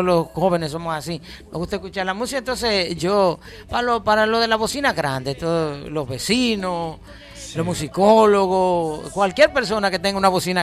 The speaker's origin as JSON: {"language": "Spanish", "town": "Nagua", "region": "María Trinidad Sánchez", "country": "Dominican Republic", "said": "Sí, en Nagua. Yo soy de Nagua, sí."}